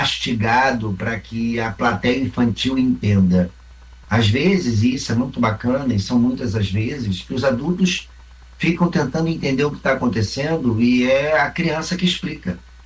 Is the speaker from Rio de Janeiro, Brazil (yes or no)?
yes; Rio de Janeiro, Brazil; Mas desde que eu me lembro da primeira série do Fundamental, que eu sou do Rio de Janeiro. Então, eu sou um carioca.